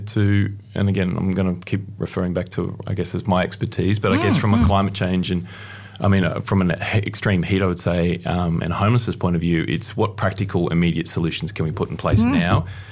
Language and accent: English; New South Wales, Australia; I grew up in the Blue Mountains for a period as well